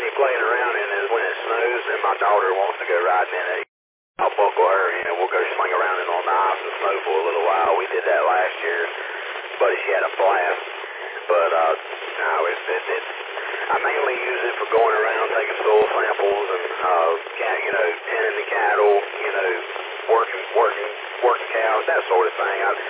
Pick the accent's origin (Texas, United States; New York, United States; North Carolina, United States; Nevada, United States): North Carolina, United States; Goldsboro; That's where I was raised up at. I was born and raised in Goldsboro, and Pineville, Nahana area, really, but just north of Goldsboro. That's where I'm from.